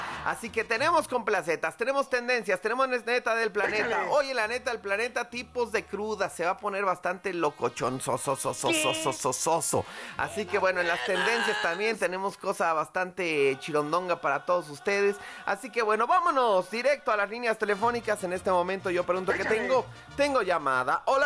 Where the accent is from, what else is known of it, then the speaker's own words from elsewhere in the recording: Mexico; qué pregón es ser mexicano, qué bendición y qué bonito haber nacido siendo mexicano.